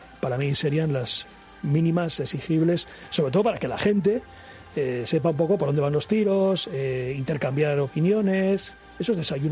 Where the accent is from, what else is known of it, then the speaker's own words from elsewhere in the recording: Pernambuco, Brazil; Vengo de Pernambuco, pero siempre en mis sueños de chaval pensé en vestir la camiseta de la Real